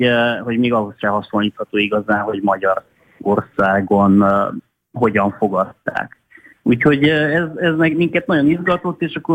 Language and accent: Hungarian; Transylvania, Romania; gyerekként én egy erdélyi faluban nőttem fel